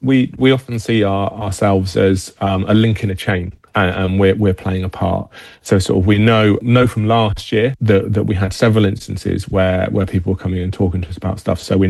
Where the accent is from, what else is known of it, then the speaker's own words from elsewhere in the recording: United Kingdom; obviously because we're British, there will still be people down on the beach when it's throwing it down with rain